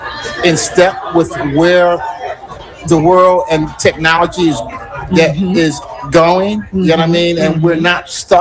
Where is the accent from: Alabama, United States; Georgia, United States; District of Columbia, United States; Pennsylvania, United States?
Pennsylvania, United States; Philadelphia; Now I'm born and raised in Germantown. I'm from Uptown.